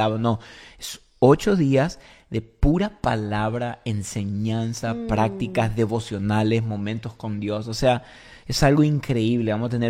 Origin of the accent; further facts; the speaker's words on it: Paraguay; also born or lived in Argentina; now in Oklahoma City, United States; yo soy argentino, criado en Paraguay